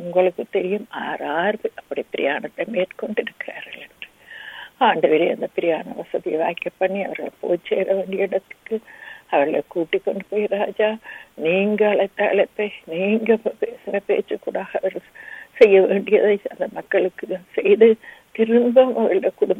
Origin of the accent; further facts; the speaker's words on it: Sri Lanka; நாங்கள் பிறந்து வளர்ந்த இலங்கை தேசத்துக்கு